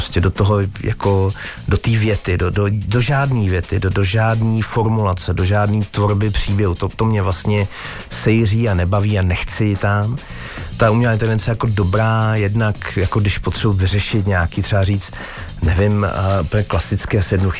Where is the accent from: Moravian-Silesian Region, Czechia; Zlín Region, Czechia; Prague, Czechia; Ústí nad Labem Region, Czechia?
Moravian-Silesian Region, Czechia; Já jsem z Bruntálska, takže u nás se samozřejmě mluvím sprostě.